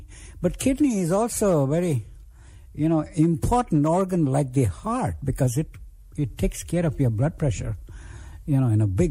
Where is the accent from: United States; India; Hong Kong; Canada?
India; Mumbai, Maharashtra; moved away; where I grew up in Mumbai and in other parts of India